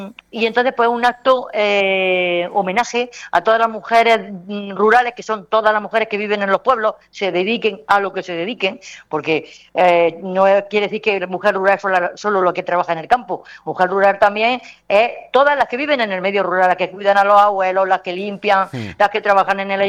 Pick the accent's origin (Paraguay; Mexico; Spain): Spain; Pero me afecta como española